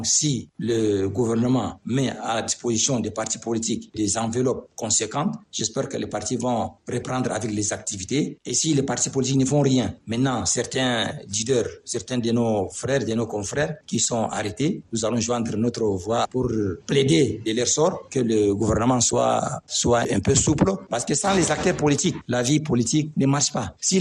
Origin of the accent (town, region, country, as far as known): Chad